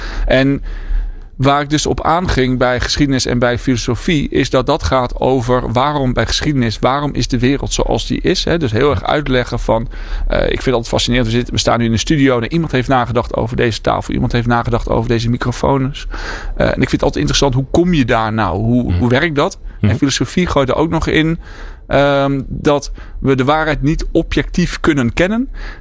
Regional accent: Heerhugowaard, North Holland, Netherlands; now in Groningen, Netherlands; En nou, ik kwam uit Heerhugowaard, dat ligt bij Alkmaar. En ik was dus nieuw in Groningen.

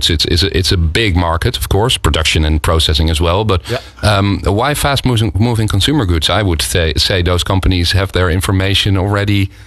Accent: Rotterdam, South Holland, Netherlands; I'm from Rotterdam as well, a city about doing stuff instead of talking about it.

